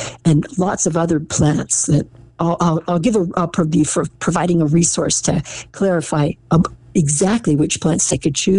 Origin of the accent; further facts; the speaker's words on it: California, United States; also born or lived in Philadelphia; In fact, I was born in Philadelphia and lived outside of Philadelphia. And then my family, my mother and father moved us to California when I was about 10, but I always wanted to come back to the East Coast.